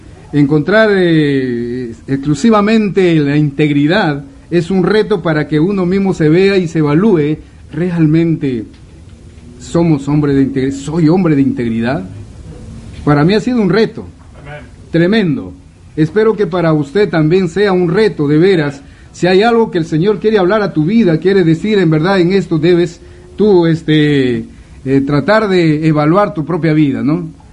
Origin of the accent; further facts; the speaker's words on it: Peru; moved away; soy peruano, espero algunas palabras, a pesar de que hablamos el castellano, espero que algunas palabras usted me pueda entender, algunas que posiblemente no sean la misma cosa